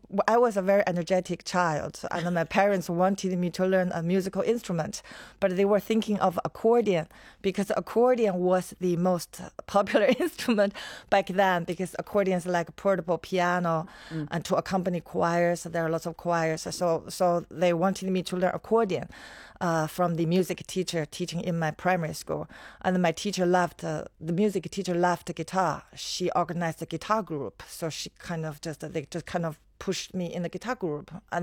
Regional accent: China; I come from the Chinese cultural background and Chinese art

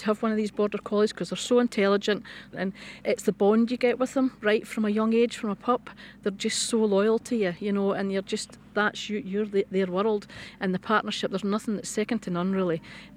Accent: Scotland, United Kingdom; I'm the Scottish President for the International Sheepdog Society.

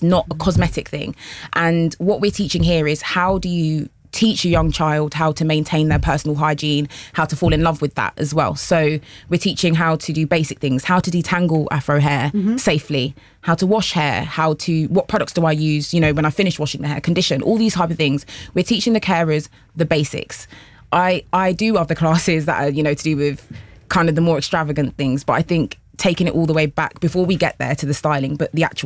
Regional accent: Jamaica; I'm Jamaican, so I say cane row

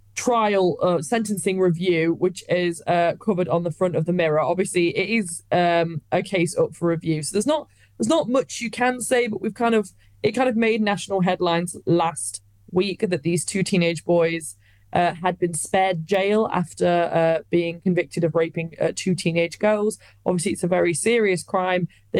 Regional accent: United Kingdom

